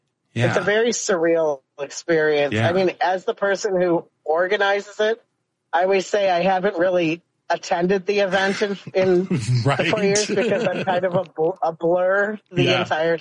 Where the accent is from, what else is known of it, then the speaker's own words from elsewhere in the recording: Illinois, United States; I grew up in the Northwest suburbs in Chicagoland and kind of took for granted everything I had going on up there.